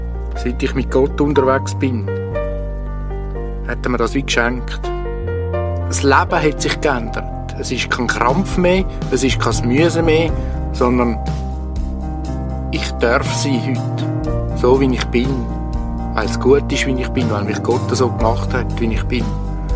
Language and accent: German; Switzerland; born there; also born or lived in Mexico; Ich bin in Mexiko auf die Welt gekommen, habe 9,5 Jahre dort gelebt. Dann haben sich meine Eltern entschieden, wieder zurück in die Schweiz zu kommen. Ich habe mich als Schweizer gefühlt, hatte einen Schweizer Pass und habe das Gefühl, ich komme heim.